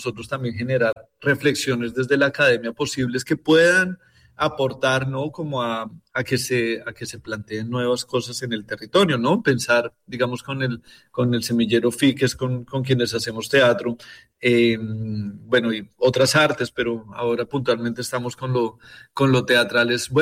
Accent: Bogotá, Bogotá Capital District, Colombia; now in Valledupar, Colombia; Yo soy de Bogotá

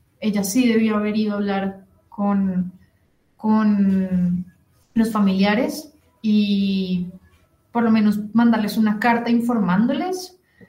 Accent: Colombia; lo violentos y lo pasivo-agresivos que somos los colombianos

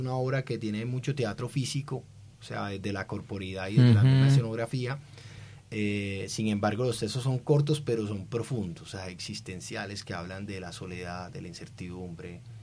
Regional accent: Cartagena, Bolívar, Colombia; Yo soy de Cartagena y tengo como cierta conexión ahí con el mar

